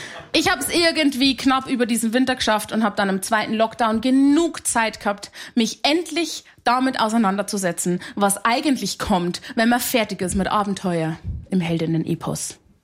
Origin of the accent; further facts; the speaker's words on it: Simbach, Bavaria, Germany; Meine Leitung war sehr lang, weil ich bin aus Hanusdorf bei Simbach bei Landa in der Isar. Da gibt's sowas nicht.